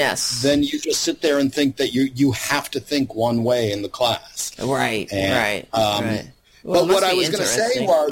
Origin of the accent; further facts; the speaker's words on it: Louisiana, United States; I grew up mostly in Louisiana.